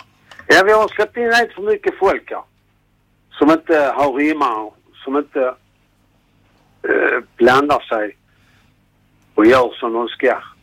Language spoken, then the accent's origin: Swedish; Malmö, Skåne, Sweden; born there; Jag är född i Malmö.